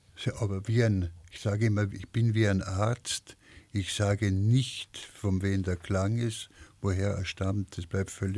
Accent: Lienz, Tyrol, Austria; born or raised there

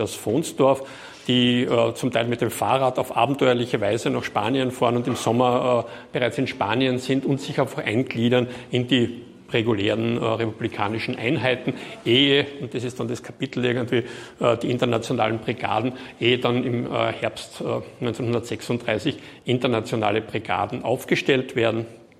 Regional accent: Graz, Styria, Austria; die damals in Wöllersdorf gewesen sind oder bei uns in Graz, in Waltendorf draußen

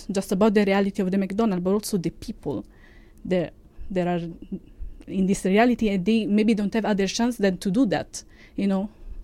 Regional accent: Italy; I'm from Italy, and I'm 25 years old.

